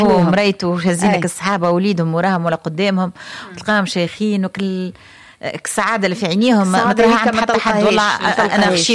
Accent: Sfax, Sfax Governorate, Tunisia; born there; أنا مولودة في صفاقس ونعرف صفاقسية نعرف عندي برشا صحابي من صفاقس

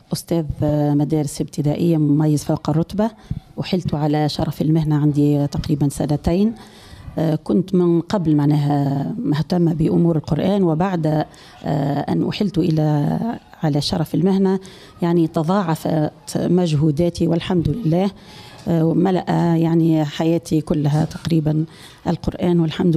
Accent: Zaghouan Governorate, Tunisia; now in Zaghouan, Tunisia; أولا أنا بنت المنطقة. نعم. هي مسقط رأسي وحبي الأبدي هي المقرن.

